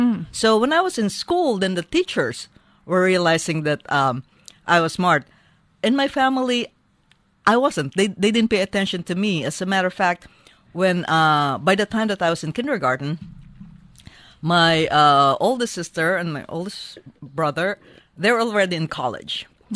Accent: Philippines; born there; Yes, I was born in the Philippines.

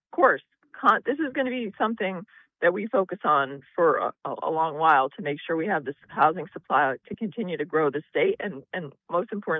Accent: Nashua, New Hampshire, United States; I was born in Nashua, grew up there.

